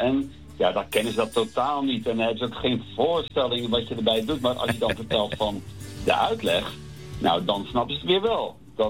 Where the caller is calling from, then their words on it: Voorhout, South Holland, Netherlands; ik kom uit Voorhout.